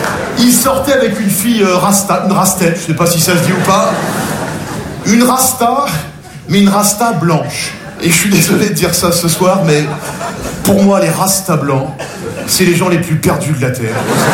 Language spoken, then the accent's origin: French; Nogent-sur-Marne, Île-de-France, France; J'ai grandi à Nogent-sur-Marne, je suis passionné avec toi. Petite banlieue très bourgeoise, dans genre la Marne, les guinguettes, la fête du petit vin blanc